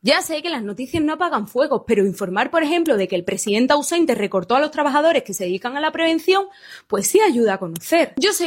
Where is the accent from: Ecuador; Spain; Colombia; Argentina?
Spain; Andalusia; Interesa para hablar de fiestas, para profundizar en estereotipos, para hacer chistes sobre nuestro acento. Pero cuando Andalucía arde, cuando nuestras ciudades se vuelven inhabitables, cuando nuestra gente pierde su tierra